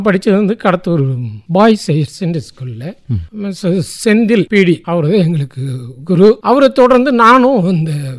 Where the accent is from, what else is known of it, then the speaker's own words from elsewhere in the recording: Tamil Nadu, India; என்னுடைய பிறந்த ஊர் குருபுரளி, பாப்பிரெட்டிப்பட்டி தாலுக்.